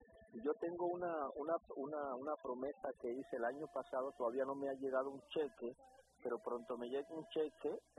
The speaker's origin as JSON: {"language": "Spanish", "country": "Colombia", "said": "yo soy pentecostal, yo soy de Colombia y entonces pues he oído sus predicaciones siempre"}